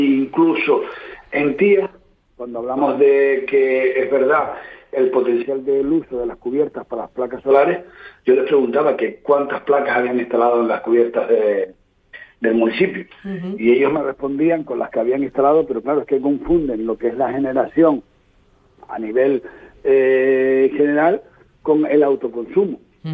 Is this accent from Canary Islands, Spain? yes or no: yes; Canary Islands, Spain; Yo soy muy canario, muy nacionalista y muy de mi municipio.